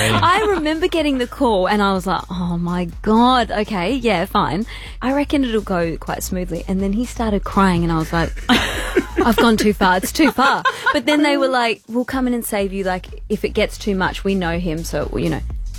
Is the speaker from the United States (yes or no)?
no; Perth, Western Australia, Australia; And we're from Perth, so we're so happy to be home working in our hometown.